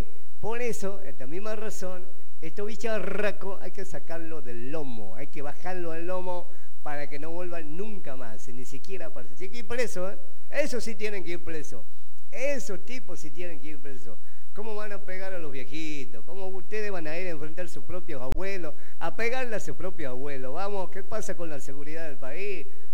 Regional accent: Argentina; Simplemente porque soy argentino y porque siempre defendí a mi país.

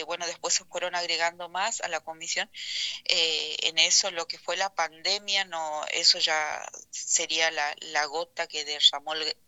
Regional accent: La Tigra, Chaco, Argentina; a 200 kilómetros de la capital chaqueña, digamos, Resistencia, y estoy en La Tigra, en el paraje Lote 12. Acá nací, crecí

